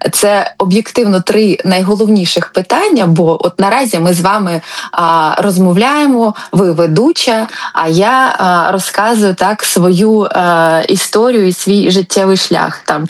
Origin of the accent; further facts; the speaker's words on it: Kharkiv, Kharkiv Oblast, Ukraine; Особливо ми харків'яни